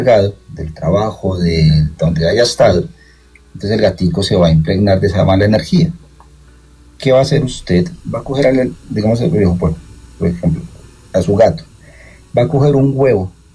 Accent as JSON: {"language": "Spanish", "country": "Colombia", "said": "Yo creo que es por lo que somos, no sé, colombianos, latinos."}